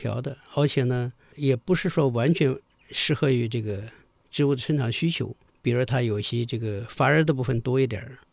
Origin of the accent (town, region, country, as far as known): China